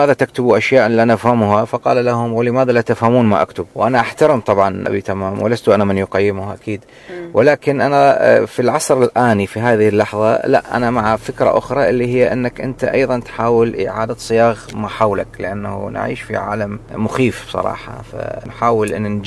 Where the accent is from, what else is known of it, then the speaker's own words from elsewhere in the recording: Iraq; moved away as an adult; now in Australia; وانا كبرت وترعرعت اوفرسيس يعني في العراق فترة التسعينات.